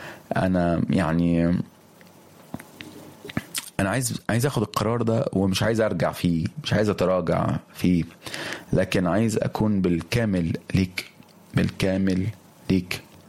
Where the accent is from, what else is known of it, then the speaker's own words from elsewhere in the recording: Egypt; بلادنا مصر